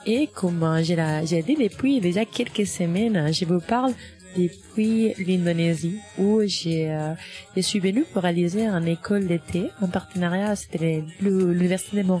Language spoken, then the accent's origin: French; Spain; Mais moi, je viens de l'Espagne, qui fait c'est le deuxième pays le plus touristique du monde après la France.